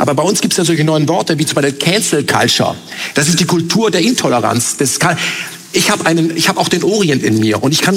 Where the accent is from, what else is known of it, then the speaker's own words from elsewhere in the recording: Germany; wenn ich dorthin komme als Deutscher erkennbar